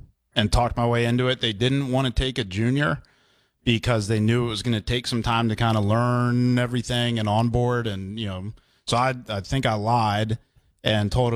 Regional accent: Baltimore, Maryland, United States; moved away as an adult; I'm from Baltimore, huge Ravens fan

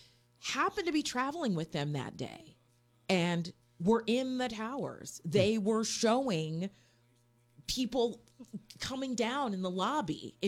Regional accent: Frederick, Maryland, United States; I was working in my hometown of Frederick, Maryland.

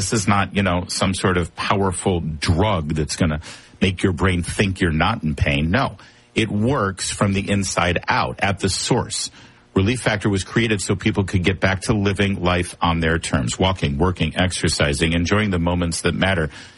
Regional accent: California, United States; born there; moved away as an adult; now in Washington, D.C., United States; And my kids live in California. I'm from California, lived there since I was 13. California is important to me

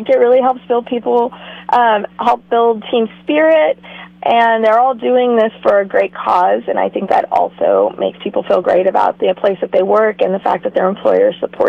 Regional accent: Texas, United States; now in Central Coast, California, United States; And I'm from Texas

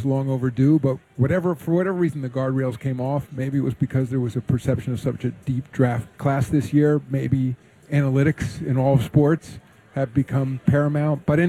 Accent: New York, United States; I'm a New Yorker, so and I was alive for the last two, so I was around.

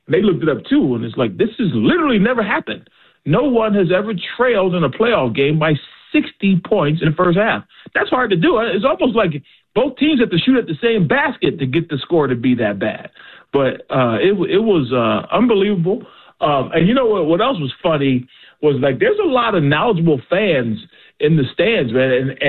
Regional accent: Philadelphia, Pennsylvania, United States; I'm from Philadelphia

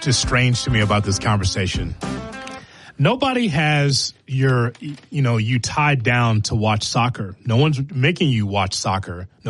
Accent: United States; And being an American, I'm definitely going to appreciate that.

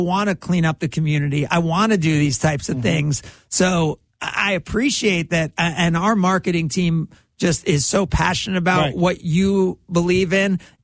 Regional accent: New Jersey, United States; now in Milwaukee, United States; I'm from the East Coast and I'm from Jersey.

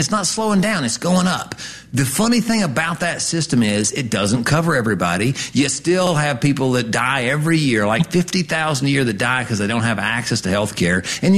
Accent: Appalachia, United States; as an Appalachian with a don't tread on me sign in my window

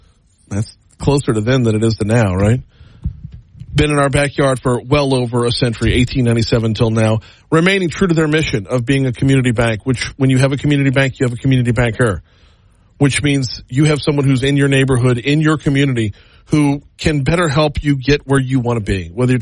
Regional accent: St. Tammany Parish, Louisiana, United States; now in Baton Rouge, United States; I grew up in St. Tammany Parish.

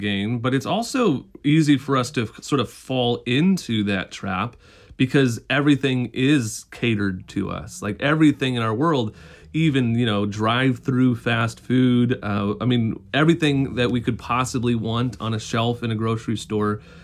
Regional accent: Chicago, Illinois, United States; now in New England, United States; I grew up in the Chicago area, so we didn't have a lot of nature there.

